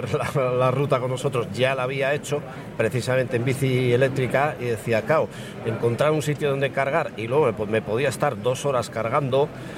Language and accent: Spanish; San Sebastián, Basque Country, Spain; Y de donde yo soy, San Sebastián, Guipúzcoa, pues claro, ya llega una edad que uno no está para cuestas.